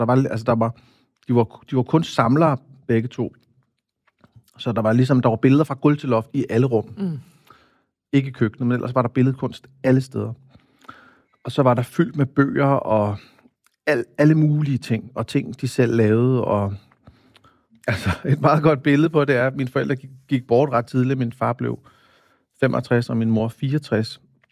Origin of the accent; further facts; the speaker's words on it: Copenhagen, Capital Region of Denmark, Denmark; Jeg voksede op på Amagerbrogade på den specielle måde, at vi havde en lejlighed i stuen med en aktivitetsbutik foran.